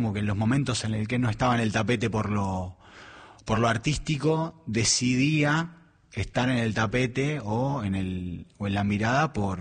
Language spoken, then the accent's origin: Spanish; Buenos Aires, Argentina; yo viví toda mi vida en el barrio del Abasto